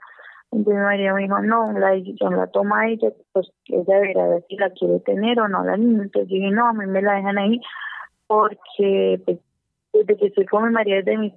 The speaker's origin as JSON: {"language": "Spanish", "town": "Mariquita", "region": "Tolima", "country": "Colombia", "tie": "born there", "said": "Yo nací aquí en Mariquita, Tolima, tengo 24 años."}